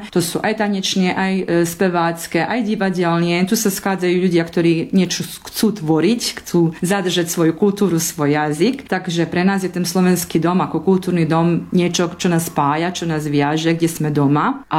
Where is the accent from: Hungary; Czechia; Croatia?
Croatia; Ilok, Vukovar-Srijem County; z Vojvodiny vlastne a taká komunita tu zostala v Iloku. Takže ďaleko sme od mora, máte pravdu.